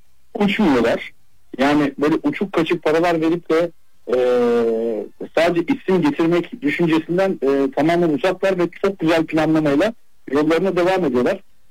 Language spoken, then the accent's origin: Turkish; Istanbul, Turkey; born there; Ben de Eyüp Sultan doğumluyum zaten.